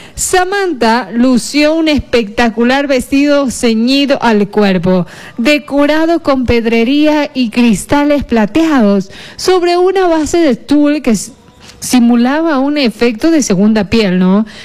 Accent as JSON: {"language": "Spanish", "country": "Ecuador"}